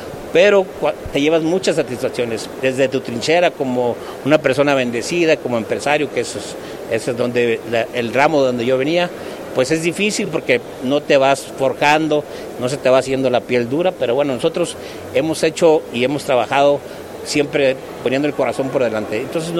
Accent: Tampamolón Corona, San Luis Potosí, Mexico; La verdad es que yo soy huasteco de nacimiento, soy originario de Tampamolón Corona, de hecho la alcalde de Tampamolón, la alcaldesa es prima hermana mía

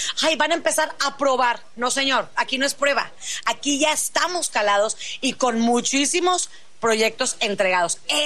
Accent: Monterrey, Nuevo León, Mexico; yo soy regia, tengo que checar papel por papel cómo somos los regios, y pues realmente pues muchos mexicanos somos así porque han pasado situaciones.

